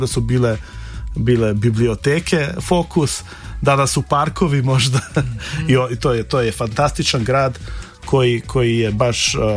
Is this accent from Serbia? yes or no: no; Ljubljana, Slovenia; born or raised there